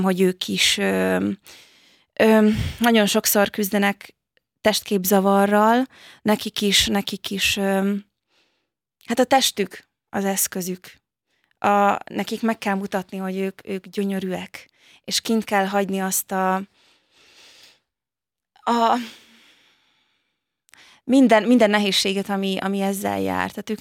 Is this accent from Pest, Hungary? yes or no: yes; Vácszentlászló, Pest, Hungary; also born or lived in Budapest; Én igen, ott nőttem fel, de Gödöllőn a Babatvölgyi Lovas Központba jártam.